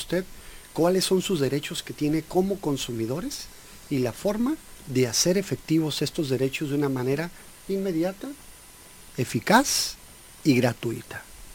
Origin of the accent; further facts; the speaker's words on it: Tijuana, Baja California, Mexico; soy nativo de Tijuana, imagínense, aquí llevo toda mi vida